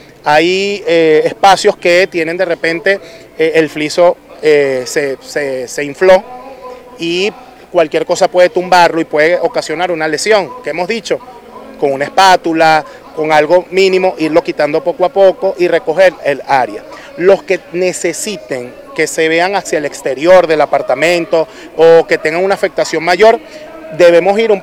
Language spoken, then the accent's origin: Spanish; Venezuela; sino que somos venezolanos